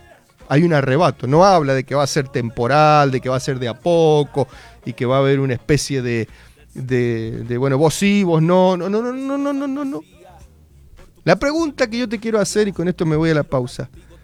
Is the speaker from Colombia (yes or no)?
no; Argentina